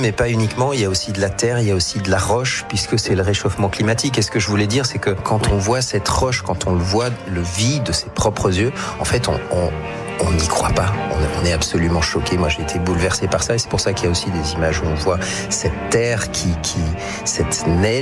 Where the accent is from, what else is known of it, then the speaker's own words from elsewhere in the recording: Chambéry, Auvergne-Rhône-Alpes, France; born there; je suis savoyard, né à Chambéry, et mes origines, cette terre, la Savoie, sont très importantes pour moi.